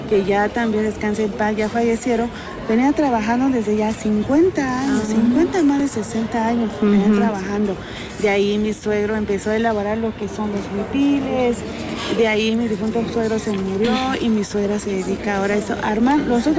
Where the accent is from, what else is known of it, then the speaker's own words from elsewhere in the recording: Jalapa de Díaz, Oaxaca, Mexico; venimos desde Jalapa de Díaz, de la cuenca de Papaloapa